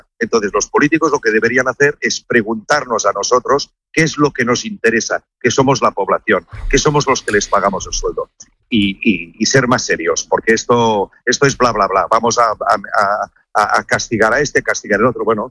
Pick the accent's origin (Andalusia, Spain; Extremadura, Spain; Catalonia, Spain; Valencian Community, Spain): Catalonia, Spain; yo que soy de Cataluña, me funcionan mejor en Marruecos que en Cataluña.